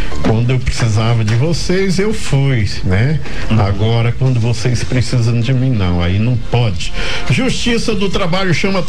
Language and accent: Portuguese; Japan; Parece não, mas então, eu sou japonês.